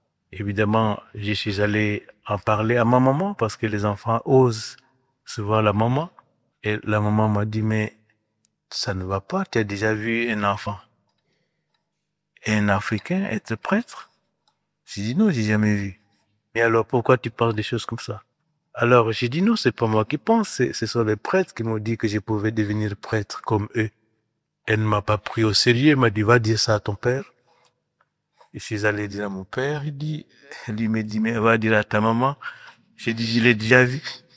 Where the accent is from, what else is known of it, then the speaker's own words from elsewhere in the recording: Guinea; Je suis de Guinée, en Afrique de l'Ouest. Je suis d'une famille chrétienne, une famille composée de trois personnes, papa, maman et moi-même.